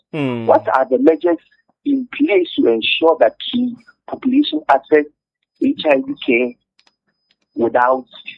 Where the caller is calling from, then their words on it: Nkamfua, Ghana; I'm calling from Nkamfua.